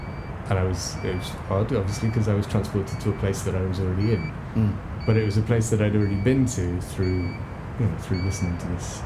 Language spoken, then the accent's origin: English; Shetland Islands, Scotland, United Kingdom; moved away as an adult; I grew up on the Shetland Islands, out in the middle of the North Sea